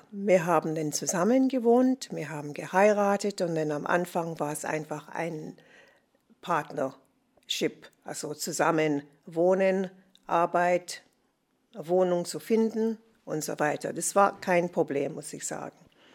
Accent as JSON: {"language": "German", "country": "Jamaica", "second_language": "German", "moved": "as an adult", "lives_now": "Germany", "said": "Das haben wir in Jamaika nicht."}